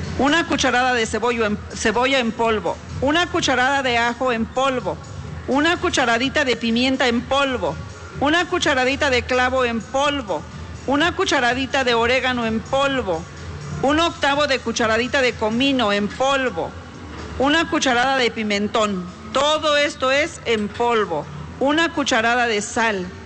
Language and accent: Spanish; Mexico; qué fuertes somos los mexicanos, qué grandiosa es nuestra patria